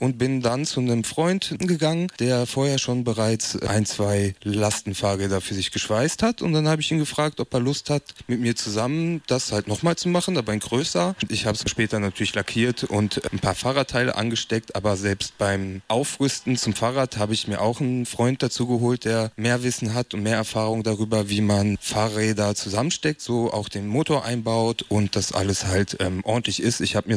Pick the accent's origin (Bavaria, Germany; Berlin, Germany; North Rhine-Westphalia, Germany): North Rhine-Westphalia, Germany; wo ich herkomme, aus Ostwestfalen-Lippe, schon ganz viel Kulturarbeit gemacht